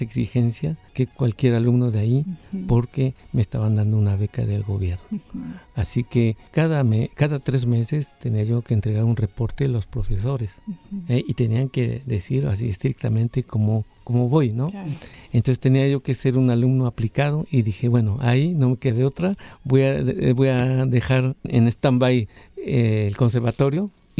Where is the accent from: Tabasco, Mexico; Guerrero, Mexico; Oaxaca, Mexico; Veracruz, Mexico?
Veracruz, Mexico; Xalapa; born there; moved away; also born or lived in Brussels; Yo nací en Jalapa, Veracruz. Desde luego me fui muy joven, chamaco, vamos a decirlo así, coloquialmente, a la ciudad de Bruselas para estudiar ahí las artes plásticas, la escuela del conservatorio de música y la escuela de cine.